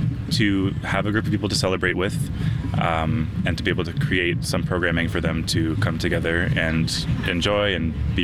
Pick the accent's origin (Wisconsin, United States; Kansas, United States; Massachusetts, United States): Massachusetts, United States; Shelburne Falls; also born or lived in Northampton, Massachusetts; But then I grew up in the woods, the boonies of Shelburne Falls, and I didn't get to experience queer Black role models growing up